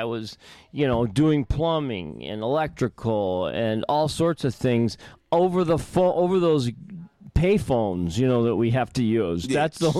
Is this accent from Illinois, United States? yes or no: yes; Chicago, Illinois, United States; I'm from Chicago, too